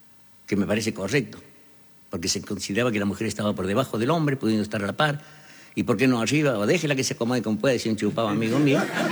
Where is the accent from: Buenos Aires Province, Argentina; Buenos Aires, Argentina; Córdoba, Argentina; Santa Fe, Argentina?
Córdoba, Argentina; Yo soy de Córdoba, de todos, pero no soy de ninguno en particular.